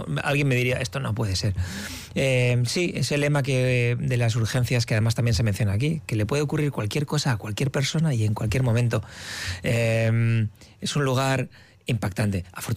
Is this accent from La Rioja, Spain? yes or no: yes; La Rioja, Spain; also born or lived in Zaragoza; now in San Sebastián, Spain; Soy riojano, trabajaba y vivía en Zaragoza y me he casado con una donostiarra.